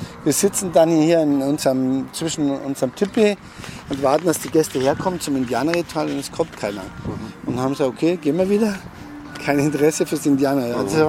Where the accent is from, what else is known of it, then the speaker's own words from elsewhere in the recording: Tüßling, Bavaria, Germany; Ich komme aus Tüßling, das ist bei Altötting.